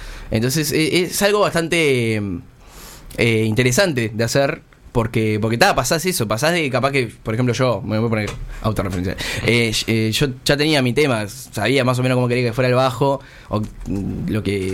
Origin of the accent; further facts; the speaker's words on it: Progreso, Canelones, Uruguay; montevideana, nosotros somos de Progreso igual.